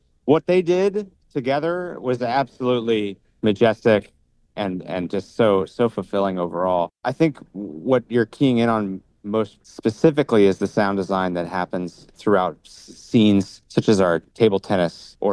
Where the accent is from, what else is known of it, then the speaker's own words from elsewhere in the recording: United States; It's very important for me as an American filmmaker to recognize that we are a country of many cultures, and we're a country of many just different languages and backgrounds and makeups.